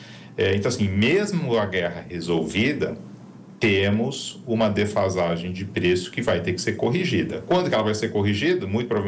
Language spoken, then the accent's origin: Portuguese; Brazil